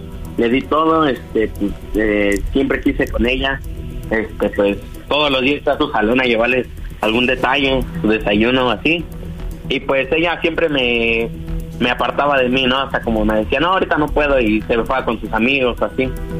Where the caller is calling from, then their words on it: Ecatepec de Morelos, State of Mexico, Mexico; Tengo 19 años, le llamo aquí del Ecatepec de Morelos.